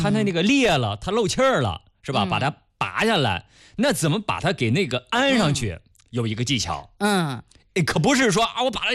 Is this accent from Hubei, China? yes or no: no; Hebei, China; 我们老家那边哈，或者说我们小时候曾经用过一个特别有效的一个办法，不知道这个是不是通用的啊？或者说咱们河北或者华北地方通用的？